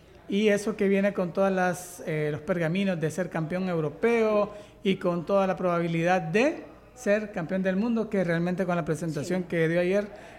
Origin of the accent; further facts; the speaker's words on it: Honduras; nos ha pasado a los hondureños también